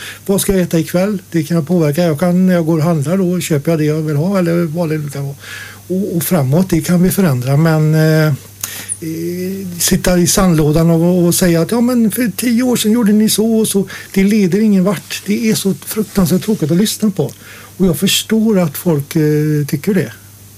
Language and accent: Swedish; Dingle, Västra Götaland County, Sweden; Jag tycker väl som så här att jag är född i Dingle med metropolen. Vi hade väl kanske 900 personer eller 1000 invånare, och jag är uppväxt på en liten skola.